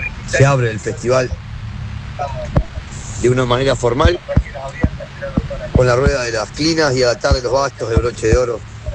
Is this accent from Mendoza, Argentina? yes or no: no; Angélica, Santa Fe, Argentina; born there; desde acá, desde mi terruño, desde mi querencia, saludo a todos y los esperamos. Angélica